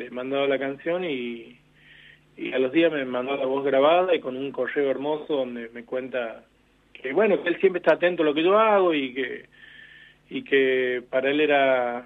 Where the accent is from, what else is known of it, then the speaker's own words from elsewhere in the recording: Frías, Santiago del Estero, Argentina; moved away; mi pueblo natal, que es Frías